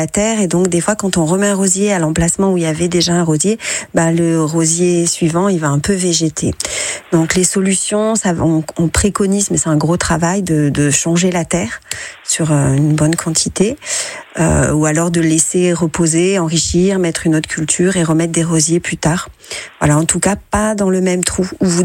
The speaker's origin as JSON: {"language": "French", "region": "Provence-Alpes-Côte d'Azur", "country": "France", "said": "chez nous, en Provence, on plante à l'automne."}